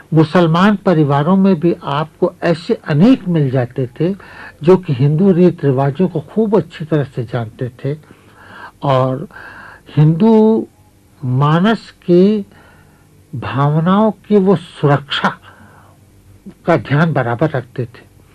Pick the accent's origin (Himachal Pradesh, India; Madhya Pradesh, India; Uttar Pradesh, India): Uttar Pradesh, India; Lucknow; पुराने लखनऊ में अगर मैं तो रहने वाला हूं ही, पुराने लखनऊ का चौक का रहने वाला हूं